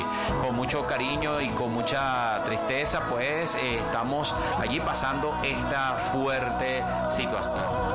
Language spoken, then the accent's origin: Spanish; Venezuela; Recordemos, somos venezolanos